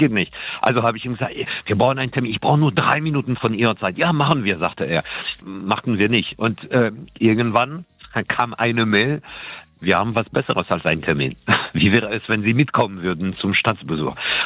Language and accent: German; France; now in Germany; Ich bin mittlerweile auch Deutscher. Also ich bin Franzose und Deutscher.